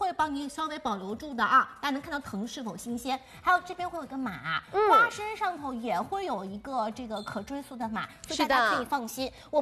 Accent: Shanghai, China; 以前我虽然说是作为上海人

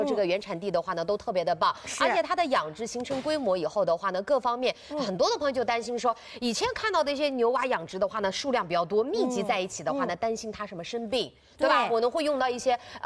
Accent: Jiangxi, China; 因为我是江西人啊、哦、我们江西那个地方的话呢就是稻田多

